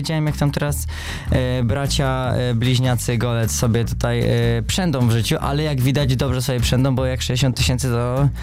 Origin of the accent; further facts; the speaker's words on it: Radom, Masovian Voivodeship, Poland; ja z Radomia